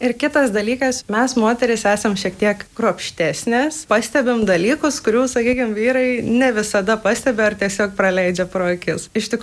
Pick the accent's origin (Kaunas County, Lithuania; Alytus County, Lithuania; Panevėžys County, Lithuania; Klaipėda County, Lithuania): Panevėžys County, Lithuania; Pasvalys; gimiau ir augau Pasvaly, vasaras leisdavau kaime pas močiutę